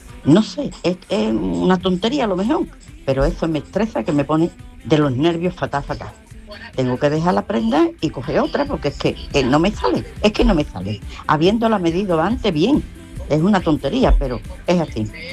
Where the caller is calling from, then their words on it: Alcalá, Spain; Hola, buenas tardes. … de Alcalá.